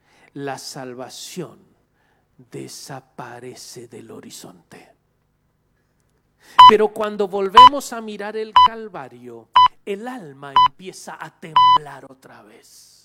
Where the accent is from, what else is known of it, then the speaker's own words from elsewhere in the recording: Quilmes, Buenos Aires Province, Argentina; born there; somos cuatro hermanos nosotros, nacimos todos en Quilmes